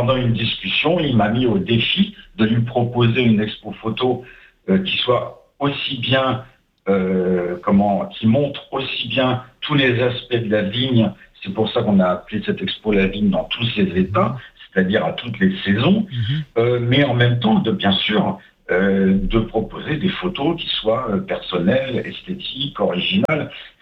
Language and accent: French; Grand Est, France; now in Saint-Gély-du-Fesc, France; aussi bien de la région du Languedoc, qui est ma région adoptive, que de la Champagne, qui est ma région natale.